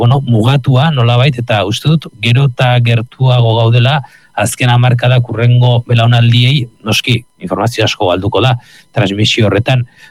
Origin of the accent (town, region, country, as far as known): Basque Country, Spain; born or raised there